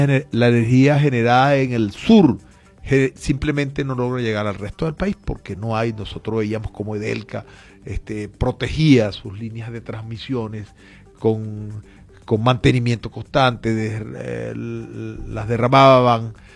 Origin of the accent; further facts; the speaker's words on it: Guayana, Venezuela; Yo que me crié en Guayana, yo que puedo hablar con conocimiento de causa.